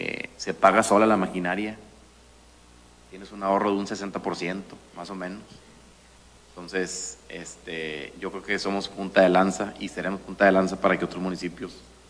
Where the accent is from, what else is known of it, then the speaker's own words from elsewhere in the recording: Coahuila, Mexico; somos coahuilenses